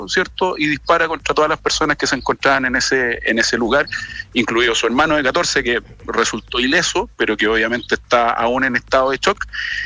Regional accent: Valparaíso, Chile; Yo soy oriundo del sector, soy de Rodelillo, me he mantenido en el eje varón siempre.

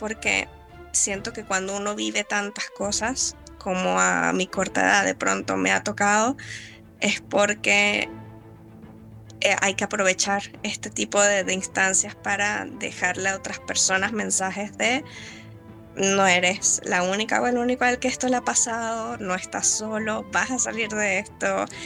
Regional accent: Venezuela; now in Chile; mi familia es chilena, pero yo nací y crecí en Venezuela.

